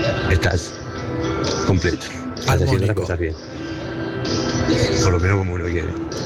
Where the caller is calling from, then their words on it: Bahía Blanca, Buenos Aires Province, Argentina; de Bahía Blanca, ingeniero Uruguay.